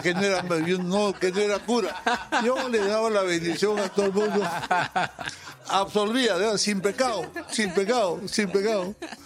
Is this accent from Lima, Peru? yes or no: yes; Lima, Peru; born there; Yo nací en Lima.